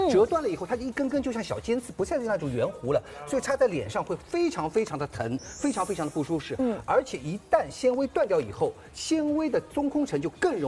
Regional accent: Shanghai, China; 我们上海人

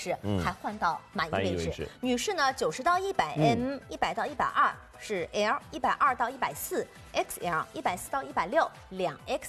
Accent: Shanghai, China; 因为我觉得就是我们上海人还是非常注重贴身衣物的

